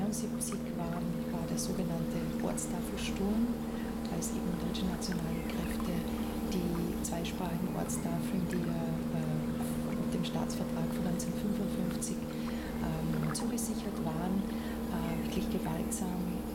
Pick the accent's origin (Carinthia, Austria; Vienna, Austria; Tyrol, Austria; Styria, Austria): Carinthia, Austria; Globasnitz; moved away; das ist die Nachbargemeinde von Eisenkappel, Železner Kappler. Ich bin dort in den 70er Jahren aufgewachsen, in einer Zeit, in einer sehr heißen Zeit in Kärnten, im zweisprachigen Gebiet